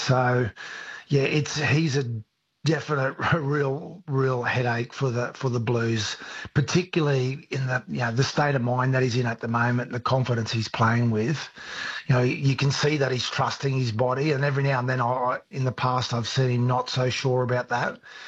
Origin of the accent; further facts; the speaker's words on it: Queensland, Australia; being a Queenslander